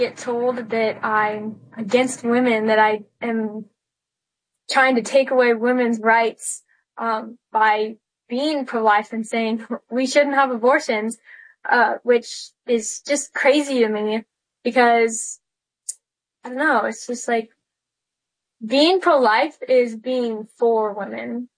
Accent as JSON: {"language": "English", "region": "Idaho", "country": "United States", "tie": "born or raised there"}